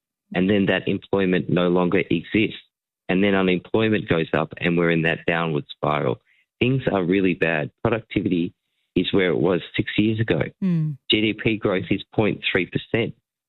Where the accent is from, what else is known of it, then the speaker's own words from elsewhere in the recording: Victoria, Australia; I'm from Victoria.